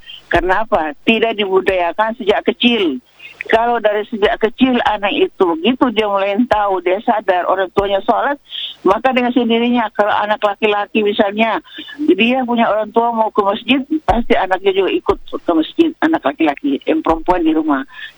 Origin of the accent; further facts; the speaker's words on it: North Maluku, Indonesia; also born or lived in Ambon; Ternate itu suasananya kan beda ya, auranya beda karena memang di sini mayoritas muslim ya. Tapi secara budaya kita di Maluku Utara itu beda dengan di daerah lain